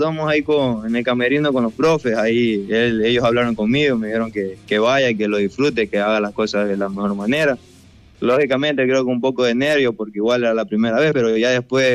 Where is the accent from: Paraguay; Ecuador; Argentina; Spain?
Ecuador; Portoviejo, Manabí; soy del sector del Florón, y mis principios, donde me formé, la escuelita que me formé fue una aquí en el Florón, que se llama Los Hijos del Rey